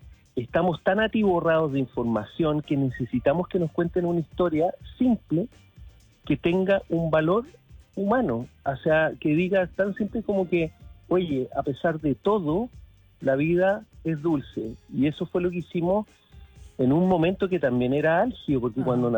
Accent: Viña del Mar, Valparaíso, Chile; yo que soy de Viña

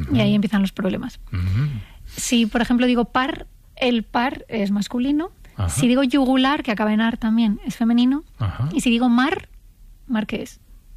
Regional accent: Madrid, Community of Madrid, Spain; Yo soy más de Madrid que el lugar

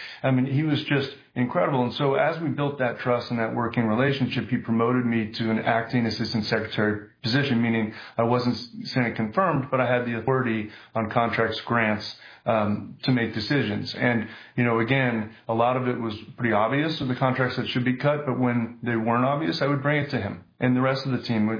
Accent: New York City, New York, United States; I grew up in New York City, actually.

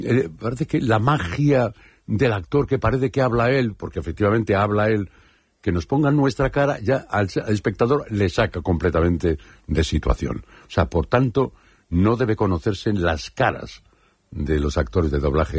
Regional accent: Laredo, Cantabria, Spain; soy pejino, yo soy de Laredo, y quiero mandar a mi pueblo, porque he venido a jubilarme ya a mi maravilloso, mi Marbella del Norte, Laredo

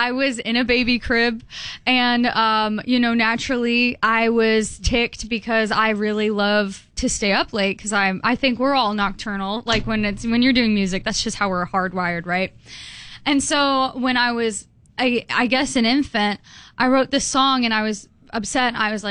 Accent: Austin, Texas, United States; also born or lived in San Antonio, Texas; now in Nashville, United States; I grew up in Austin, Texas, and San Antonio, and then I moved over to Nashville

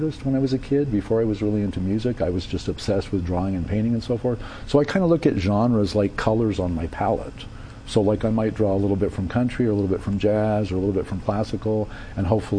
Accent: El Paso, Texas, United States; I'm from El Paso, right down the road, right originally.

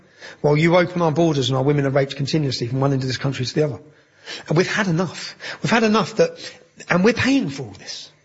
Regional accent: Luton, East of England, United Kingdom; No, my hometown, Luton, was the home of Vauxhalls. Right. They employed 30,000 people. It's gone. My dad worked there. It's gone.

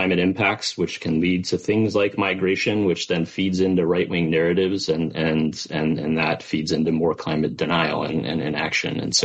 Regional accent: North Carolina, United States; now in Washington, D.C., United States; I'm originally from North Carolina. My parents are immigrated from China.

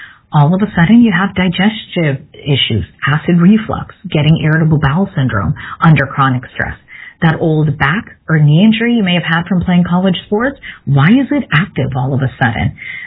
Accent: Midwest, United States; if you've ever had to drive on ice like I did growing up in the Midwest

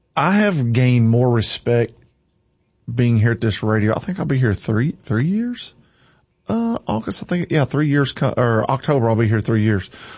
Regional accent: Campbellsville, Kentucky, United States; I grew up in Campbellsville, so I'm considered a city boy.

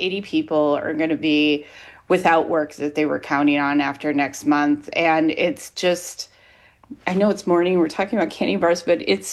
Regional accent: Grand Rapids, Minnesota, United States; growing up in Grand Rapids

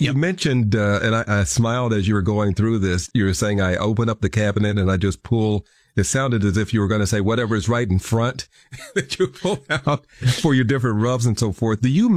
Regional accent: Kansas City, Missouri, United States; A personal story. I grew up in Kansas City.

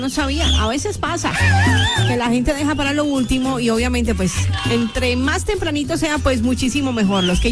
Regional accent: Colombia; para ir a cumplir con nuestro deber como buenos colombianos.

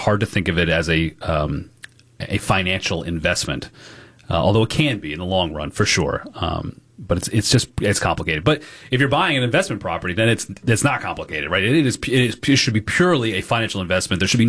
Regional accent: Rhode Island, United States; I know here in Rhode Island, my home state, there are different standards for two-family buildings

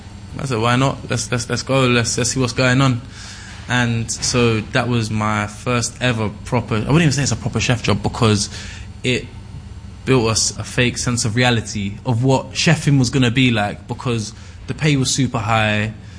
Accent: London, United Kingdom; to see how privileged you are to have been growing up in London. So my granddad was yeah, cool, you're going to ship you back to Guyana.

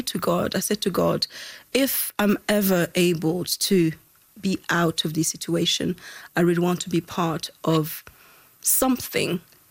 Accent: Rwanda; I am from Rwanda, and I lived through the genocide, Hutu, in 1994.

